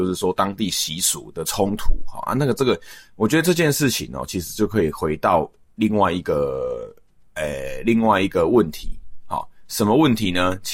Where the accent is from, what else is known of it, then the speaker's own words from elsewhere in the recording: Taiwan; 比如说我台湾人齁，我们先从我们的角度出发齁，我们是台湾人，我们今天到日本去。